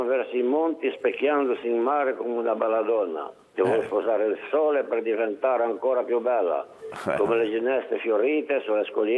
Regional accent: Liguria, Italy; born there; La mia terra, perché io sono qui da generazioni.

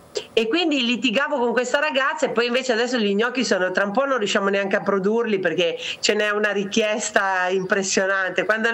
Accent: Pietra Ligure, Liguria, Italy; now in Jakarta, Indonesia; il cambiamento principale è che noi nati sul mare, perché noi siamo di Pietra Ligure, quindi 5 minuti eri al mare

